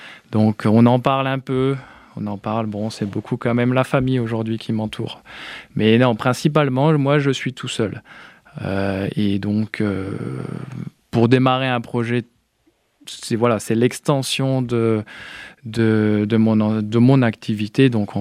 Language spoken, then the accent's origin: French; Chaumont, Grand Est, France; now in Die, France; Moi, je suis à côté de Colombey-les-Deux-Églises, en Haute-Marne. Du coup, je suis né à Chaumont.